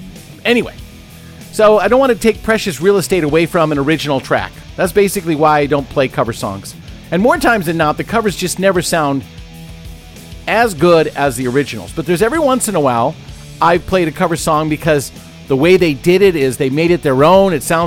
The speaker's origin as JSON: {"language": "English", "region": "Midwest", "country": "United States", "tie": "born or raised there", "said": "I grew up in Minnesota, Wisconsin area."}